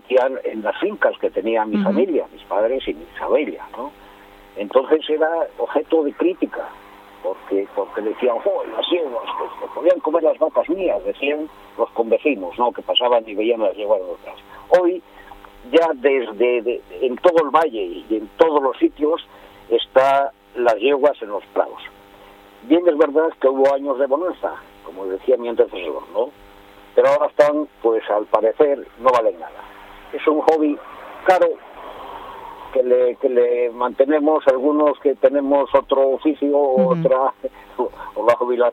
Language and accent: Spanish; Ruente, Cantabria, Spain; Yo soy de Ruentre